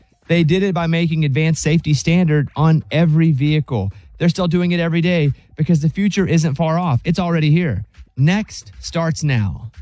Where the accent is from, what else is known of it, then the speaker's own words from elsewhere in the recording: Arkansas, United States; I'm from Arkansas, bro.